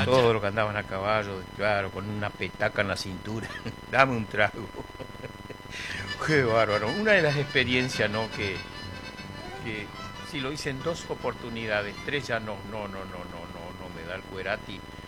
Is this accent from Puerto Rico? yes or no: no; Presidencia de la Plaza, Chaco, Argentina; moved away; Saludo para mi gente de Presidencia de la Plaza, mi pueblo allá en el Chaco.